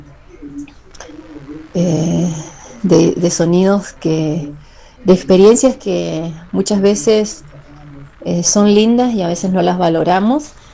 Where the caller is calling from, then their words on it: Cuadro Venegas, Mendoza, Argentina; de Cuadro Venegas.